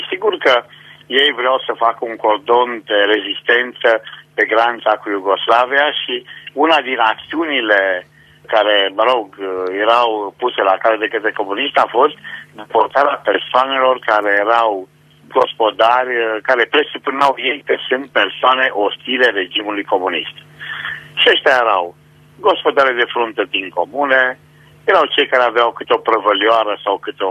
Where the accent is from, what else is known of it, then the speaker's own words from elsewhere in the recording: Banat, Romania; eu sunt bănățean și bunicii mei au fost din Nicolau Mare.